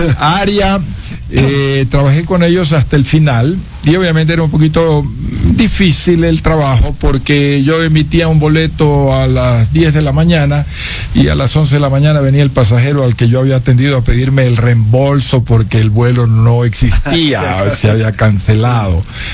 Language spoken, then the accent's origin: Spanish; Guayaquil, Guayas, Ecuador; also born or lived in Quito; y de aquí fuimos a Guayaquil. Ya en Guayaquil, tercer grado en adelante, al Colegio Americano.